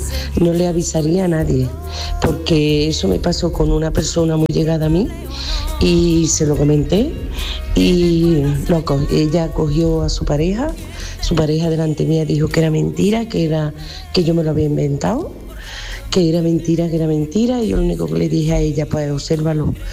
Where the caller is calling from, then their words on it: Córdoba, Andalusia, Spain; de Córdoba